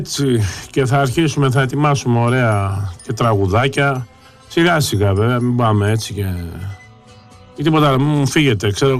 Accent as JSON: {"language": "Greek", "country": "Greece"}